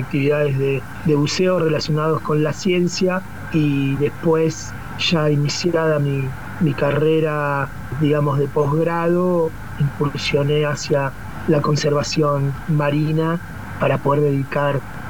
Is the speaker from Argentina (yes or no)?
yes; Mar del Plata, Buenos Aires Province, Argentina; Yo soy egresado de la Universidad Nacional de Mar del Plata con orientación marina, soy marplatense y siempre tuve un vínculo de chico con el mar